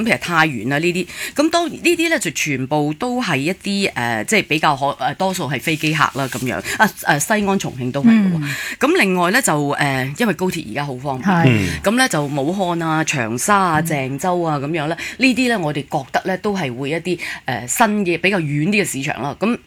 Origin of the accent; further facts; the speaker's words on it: Hong Kong; 我哋香港人